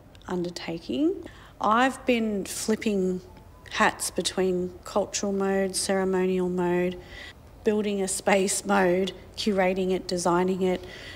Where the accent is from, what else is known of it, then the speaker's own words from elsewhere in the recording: Victoria, Australia; I'm a Wurundjeri Jajawarang and Noorai Lamurang woman. They're three clans of the Kulin Nation, and I'm Irish, so I always acknowledge that.